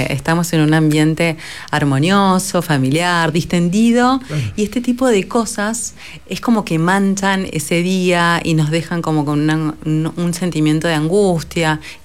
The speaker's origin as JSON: {"language": "Spanish", "country": "Argentina", "said": "nos pasa mucho a los argentinos, que somos muy pasionales"}